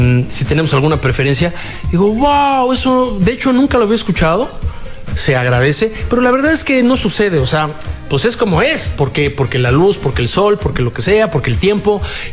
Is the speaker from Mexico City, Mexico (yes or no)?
yes; Mexico City, Mexico; born there; Nací en Tlatelolco.